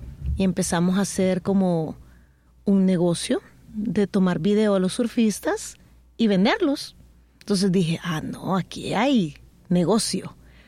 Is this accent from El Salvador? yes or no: yes; Santa Tecla, La Libertad, El Salvador; born there; moved away as an adult; now in Playa El Zonte, El Salvador; Yo nací en Santa Tecla, soy de La Libertad, del departamento de La Libertad, pero no en la costa.